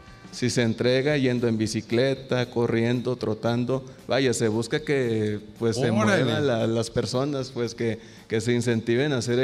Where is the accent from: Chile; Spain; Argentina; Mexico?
Mexico; Poza Rica, Veracruz; Yo vengo de Poza Rica, allá de hecho soy licenciado en Derecho. Acabé la licenciatura allá.